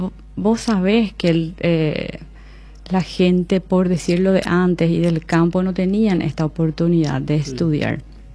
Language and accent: Spanish; Coronel Oviedo, Caaguazú, Paraguay; yo estuve unos años por la circunscripción judicial de Alto Paraná, pero inicié aquí, nací en Coronel Oviedo. En la escuela estuve en la escuela Enrique Solano López.